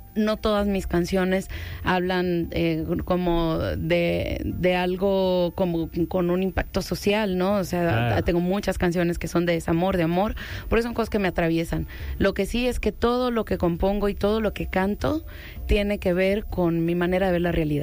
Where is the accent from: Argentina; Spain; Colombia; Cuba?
Cuba; born there; Como les conté, yo nací en Cuba, toda mi familia es cubana, en Cuba se acostumbra a inventar nombres